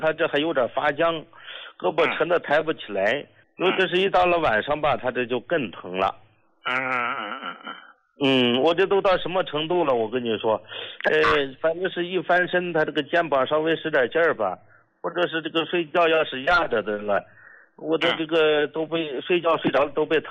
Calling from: Shandong, China; 我家是山东的，我呢是一名出租车司机

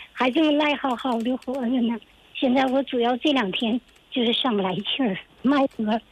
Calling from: Changchun, Jilin, China; 长春的，吉林省长春市的

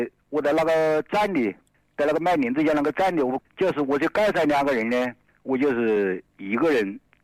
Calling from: Yingcheng, Hubei, China; 应城星火社区。

